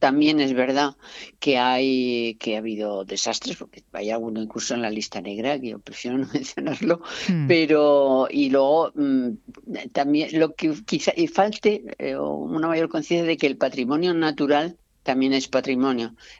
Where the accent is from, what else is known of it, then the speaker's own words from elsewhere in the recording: Torrelavega, Cantabria, Spain; also born or lived in Noja; Sí, yo soy de ahí, exactamente. Ahí nací en Noja y me crié en Torrelavega.